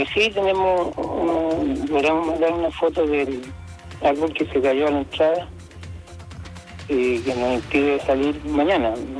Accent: La Cruz, Valparaíso, Chile

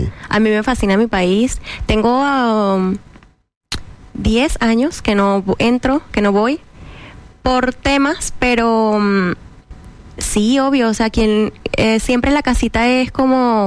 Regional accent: Venezuela; moved away as an adult; Y yo salí de Venezuela cuando tenía 19 años. O sea, joven.

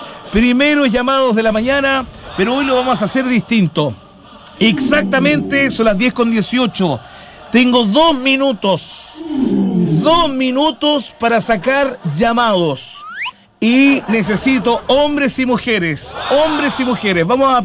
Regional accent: Chile; soy chileno yo.

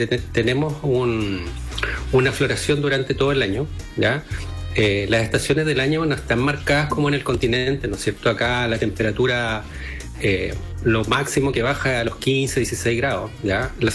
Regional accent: Santiago, Santiago Metropolitan Region, Chile; moved away as an adult; now in Easter Island, Chile; yo soy continental, santiaguino, ya nací en Santiago, viví bastantes años en Santiago, y me vine por una posibilidad de cambio de vida acá con mi familia, ya hace 16 años.

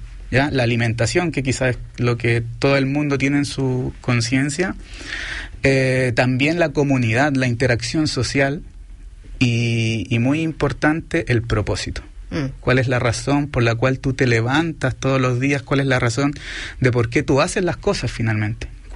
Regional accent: Valdivia, Los Ríos, Chile; Quería que sepan que en el sur de Chile, no lo dije, pero soy del sur, soy de Valdivia

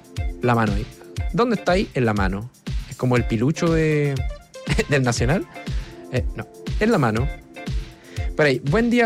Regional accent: Ovalle, Coquimbo, Chile; soy de Ovalle.

